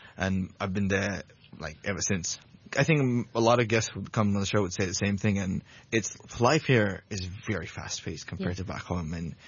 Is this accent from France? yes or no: no; Bangladesh; English is a second language; moved away as an adult; now in Hong Kong; I'm originally from Bangladesh. I came to Hong Kong around 3.5 years back for university particularly.